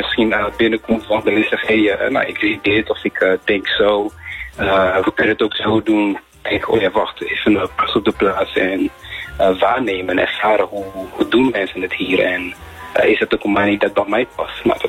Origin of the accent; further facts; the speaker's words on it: Netherlands; born there; also born or lived in Rwanda; Ik ben hier in Nederland groot geworden. Ik heb me hier leren thuis voelen.